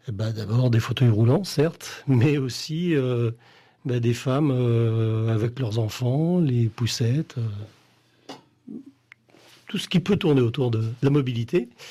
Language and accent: French; La Rochefoucauld, Nouvelle-Aquitaine, France; born there; also born or lived in Angoulême / Toulouse; je suis un Charentais, je suis né à La Rochefoucauld, j'ai fait mes études à Angoulême.